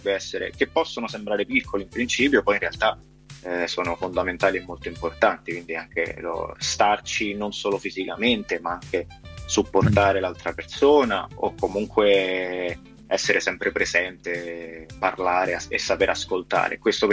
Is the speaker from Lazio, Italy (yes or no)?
yes; Guidonia Montecelio, Lazio, Italy; also born or lived in Rome; io sono nato e cresciuto a Roma.